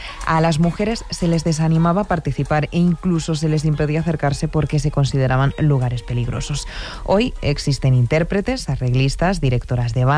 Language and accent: Spanish; Tobago, Trinidad & Tobago; now in New York, United States; soy de Trinidad y Tobago, concretamente de la isla de Tobago.